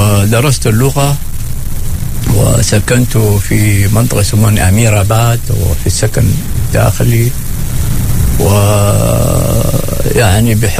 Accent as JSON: {"language": "Arabic", "country": "Oman", "said": "ولذلك لما كنت في إيران أقول لهم أنا من عمان، قولوا إيش؟ قابوس"}